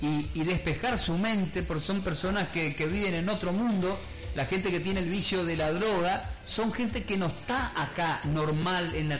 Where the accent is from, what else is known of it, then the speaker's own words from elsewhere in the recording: Puerto Iguazú, Misiones, Argentina; nosotros somos de acá, nacimos acá, ¿sí? Somos oriundo acá de Iguazú